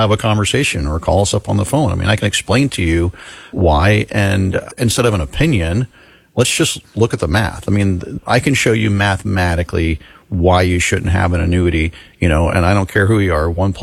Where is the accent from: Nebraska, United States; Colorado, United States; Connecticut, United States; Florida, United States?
Florida, United States; Yeah, I was born and raised in Florida.